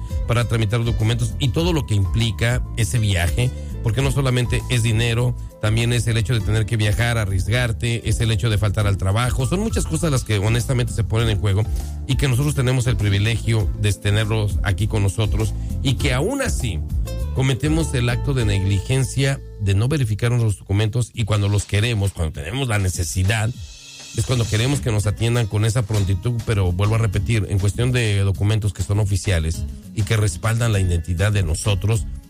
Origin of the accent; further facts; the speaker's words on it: Mexico; al igual que nosotros como mexicanos